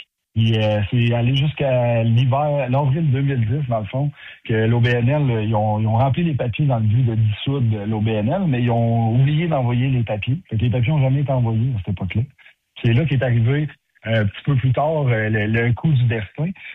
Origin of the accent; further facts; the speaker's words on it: Quebec, Canada; moi, je viens de la région de Montmagny. Je connaissais le coin un petit peu, mais pas tant que ça.